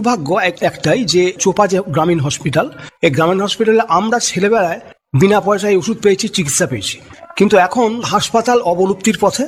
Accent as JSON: {"language": "Bangla", "region": "West Bengal", "country": "India", "tie": "born or raised there", "said": "আজকের আমার মৌবেশিয়া গ্রাম কিন্তু একটা যথেষ্ট, কি বলবো, যে উল্লেখযোগ্য জায়গায় রয়েছে।"}